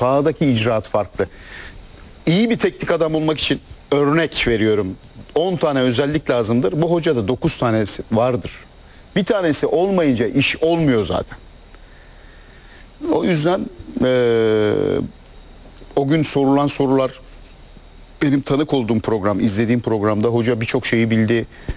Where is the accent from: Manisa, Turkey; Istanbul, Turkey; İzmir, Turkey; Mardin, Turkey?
Manisa, Turkey; Alaşehir; Kendi kendime dedim ki Allah'ım, daha önce buraya acaba dedim bir Alaşehirli gelmiş midir? Ben Alaşehirliyim diye.